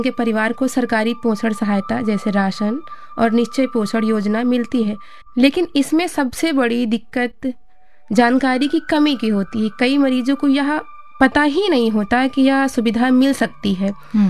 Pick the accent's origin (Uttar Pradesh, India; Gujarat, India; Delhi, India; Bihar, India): Uttar Pradesh, India; Gonda; मैं गोंडा नगर से हूँ